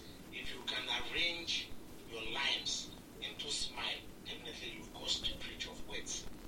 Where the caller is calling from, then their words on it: Lagos, Nigeria